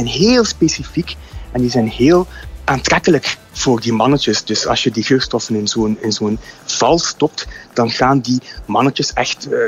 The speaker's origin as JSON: {"language": "Dutch", "country": "Kenya", "said": "En er zijn bijvoorbeeld in Kenia, waar ik vandaan kom, avocado was een van de grootste exportcrops in Kenia naar Europa."}